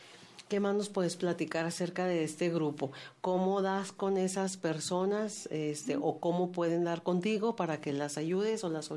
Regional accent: Mexico; saber qué derechos como mexicanos, ¿verdad?, tenemos para poderlos defender

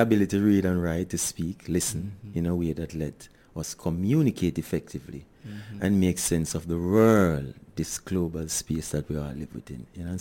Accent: Saint Thomas Parish, Jamaica; Yeah, man, I am from St. Thomas

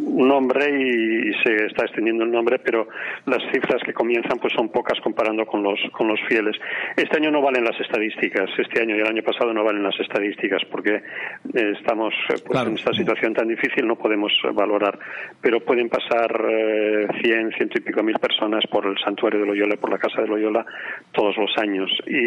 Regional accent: Durango, Basque Country, Spain; mi pueblo, de Durango

